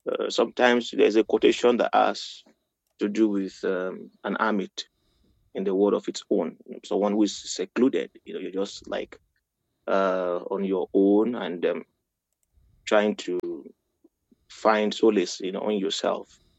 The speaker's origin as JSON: {"language": "English", "country": "Nigeria", "lives_now": "Eisenstadt, Austria", "said": "I reside here in Eisenstadt and I'm originally from Nigeria."}